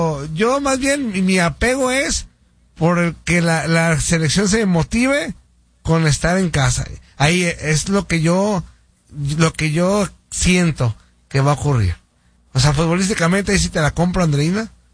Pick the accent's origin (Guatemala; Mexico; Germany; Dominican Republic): Mexico; Somos mexicanos